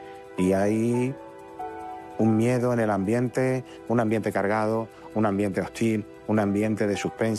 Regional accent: Ceuta, Spain; Yo tengo ya 50 años, llevo toda la vida en Ceuta. Yo nací aquí en Ceuta. Soy hijo de inmigrantes.

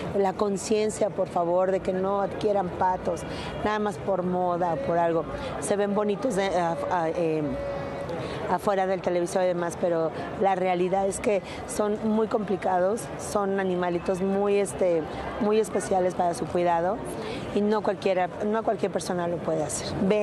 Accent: Mexico; que conozcan cómo somos los mexicanos, cómo es la familia, que es un núcleo muy bonito

